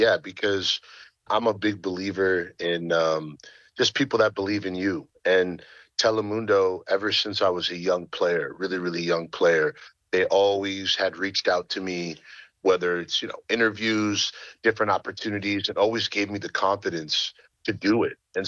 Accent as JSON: {"language": "English", "region": "Florida", "country": "United States", "tie": "born or raised there", "said": "Obviously, you know, I grew up playing in South Florida. So, you know, Miami, Homestead, all these areas, Kendall, where it was heavy Spanish speaking."}